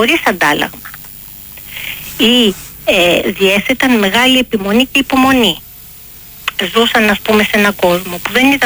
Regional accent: Greece; τότε μπορούμε να γίνουμε παράδειγμα και τότε μπορούμε να είμαστε υπερήφανοι ότι είμαστε Έλληνες.

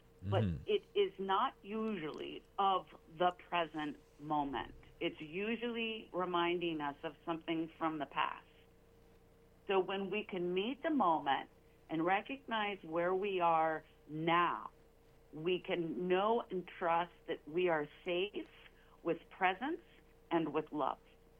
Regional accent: Tulsa, Oklahoma, United States; I was born and raised in Tulsa

